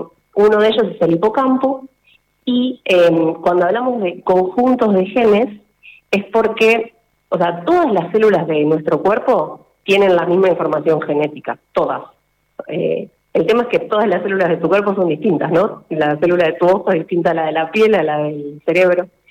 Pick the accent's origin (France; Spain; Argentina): Argentina; Salto Grande; now in Buenos Aires, Argentina; estoy realizando mi doctorado en el Instituto Leloir, acá en Buenos Aires. Soy de Salto Grande, pero bueno, estoy acá entonces haciendo el doctorado.